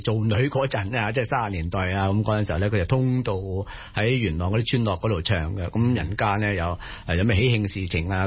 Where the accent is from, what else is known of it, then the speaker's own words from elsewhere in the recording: Guangdong, China; 咁如果係我哋廣府人嚟講咧，就似乎係聽鹹水歌咧，就會係接近啲喎。